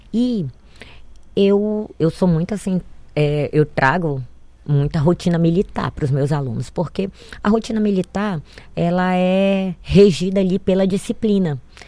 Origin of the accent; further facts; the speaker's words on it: Caracaraí, Roraima, Brazil; now in Boa Vista, Brazil; Eu sou de Caracaraí, sou nascida assim na beira do rio, sabe? Eu vim para Boa Vista para estudar.